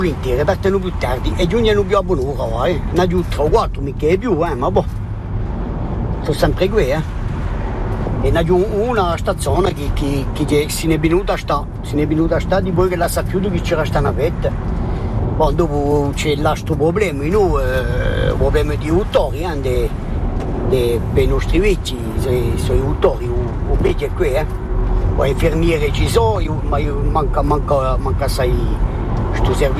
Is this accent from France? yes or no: yes; Vezzani, Corsica, France; io so mica qui, io so di Vezzani